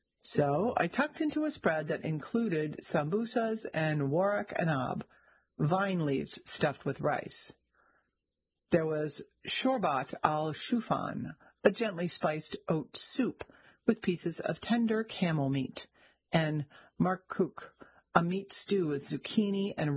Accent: United Kingdom; food that felt familiar to me as a Brit, heavy on meat, unafraid of compound carbs, and arguably overly conservative with spice.

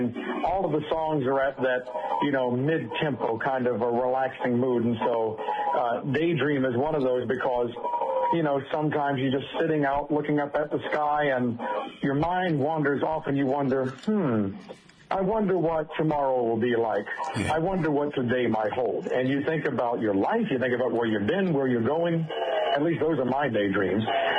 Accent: Virginia, United States; growing up in Virginia, life was a little on the quieter side.

